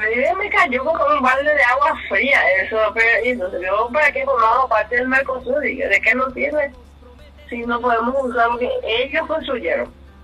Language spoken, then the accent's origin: Spanish; Paraguay; Que las autoridades de nuestro país se enferman y van al lado brasileño.